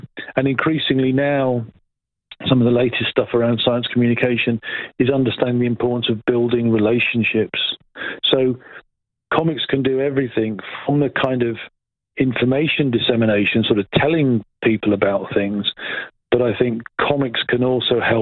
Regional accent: England, United Kingdom; it sort of started when I was about 6 or 7 with the Beano, because I'm English, right?

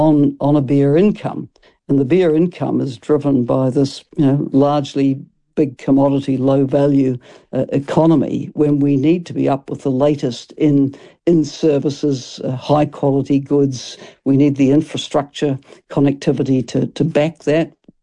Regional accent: New Zealand; as a New Zealander

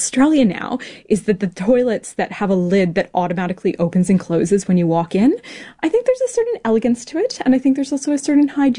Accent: Canada; now in New Zealand; So I live in New Zealand. I'm originally from Canada.

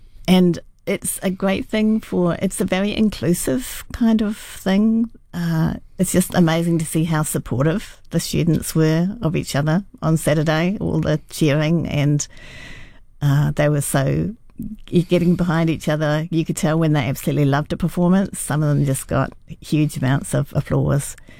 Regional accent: Wellington, New Zealand; So when I was growing up in Wellington, the newspaper had something called the Children's Page

